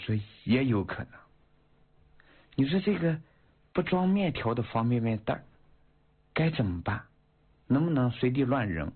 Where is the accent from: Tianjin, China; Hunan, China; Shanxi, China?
Shanxi, China; moved away; also born or lived in Yunnan; 那会儿呢，我是在云南教书。哎呀，我说老师，我是北方人，我是山西人，我喜欢吃面条